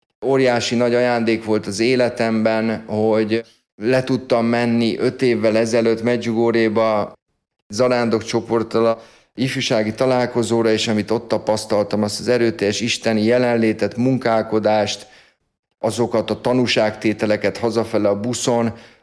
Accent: Sopron, Győr-Moson-Sopron, Hungary; Soproni származású vagyok

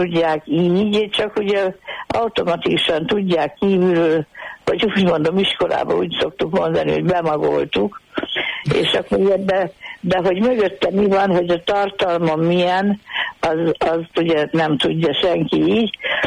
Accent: Egerszólát, Heves, Hungary; born there; mert az akkori pápa megtudta, hogy Eger Szóláton megszületett

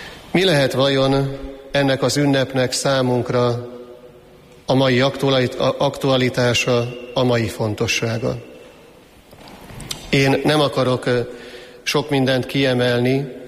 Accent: Hungary; számunkra, ma élő magyar katolikus keresztények számára

